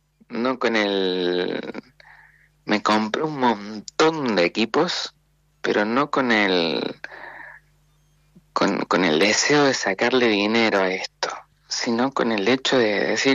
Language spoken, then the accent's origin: Spanish; Argentina; moved away; Yo me fui de Argentina sobre todo por el problema de seguridad.